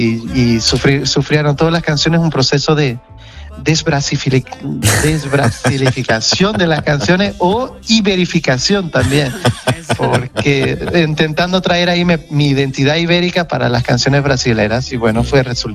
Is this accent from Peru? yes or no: no; Portugal; accent: Portuguese; Spanish is a second language; Entonces yo pensé, bueno, lo que traigo es mi acento, y yo estoy muy orgulloso del portugués, de la lengua portuguesa, y también como la hablan los portugueses, ¿sabes?